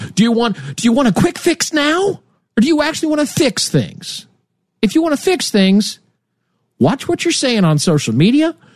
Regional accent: Nebraska, United States; born there; moved away; they're getting their crap together in my home state of Nebraska.

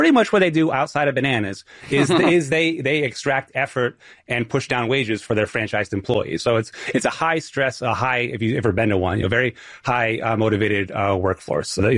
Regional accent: New England, United States

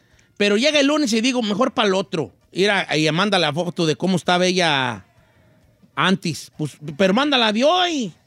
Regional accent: Zacatecas, Mexico; Voy a mi tierra, Zacatecas, y mi plan es en Zacatecas tatuar mi medio brazo.

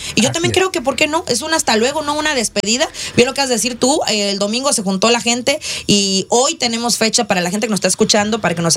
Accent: Mexico; mira, así somos los mexicanos, si ganamos vamos a celebrar y si perdemos vamos

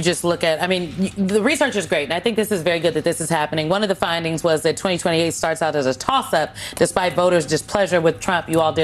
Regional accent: Nebraska, United States; So I don't think that there's a realignment happening across the board in like my home state, Nebraska, or neighboring states like Iowa and Kansas.

